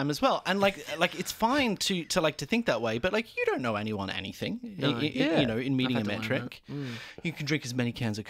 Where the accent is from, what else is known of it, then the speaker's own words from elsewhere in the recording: Ireland; now in Brisbane, Australia; So I'm not originally from Brisbane. I'm originally from Ireland and came out of here in the late 80s. Yes, my darlings, I am older than you realize.